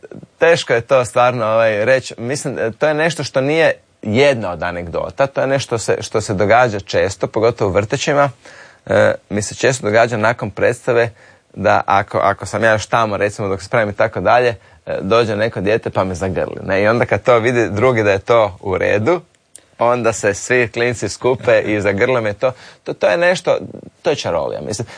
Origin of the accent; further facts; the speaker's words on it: Croatia; ja sam iz Hrvatske.